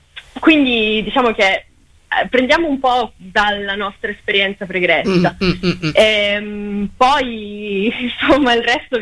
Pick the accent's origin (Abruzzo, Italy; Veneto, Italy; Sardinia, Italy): Sardinia, Italy; io sono sarda, quindi arrivo da una comunità matriarcale